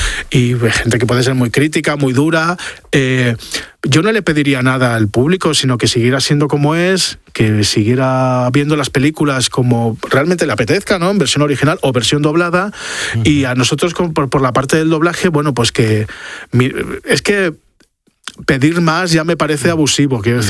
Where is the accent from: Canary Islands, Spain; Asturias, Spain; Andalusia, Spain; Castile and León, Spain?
Asturias, Spain; Avilés; now in Madrid, Spain; Bueno, en aquel momento en Avilés, yo soy de Avilés, muy, me siento muy avilesino. No tenía posibilidad de trabajar como actor